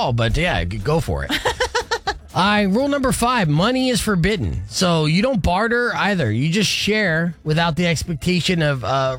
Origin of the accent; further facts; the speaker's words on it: Arizona, United States; I grew up in Arizona